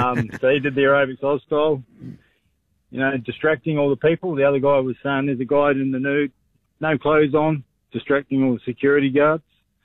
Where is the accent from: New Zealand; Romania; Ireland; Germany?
New Zealand; Christchurch, Canterbury; So I'm a Kiwi lad and grew up in the great town of Christchurch.